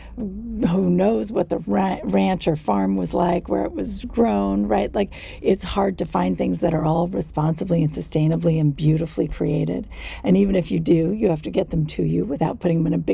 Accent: United States; as an American

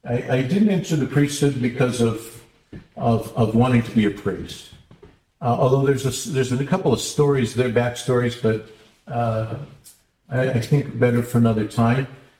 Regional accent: Detroit, Michigan, United States; moved away; I was born and raised in Detroit.

